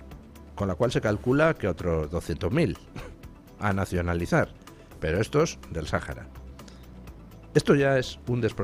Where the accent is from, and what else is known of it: Spain